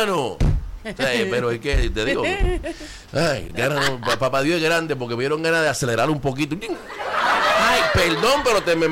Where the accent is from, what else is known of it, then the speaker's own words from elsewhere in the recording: Puerto Rico; es porque somos boricua